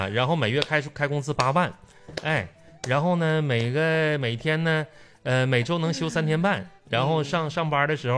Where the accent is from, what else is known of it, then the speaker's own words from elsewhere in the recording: Northeast China, China; moved away; 我们老家呀、我的老家就是号称叫老东北工业基地。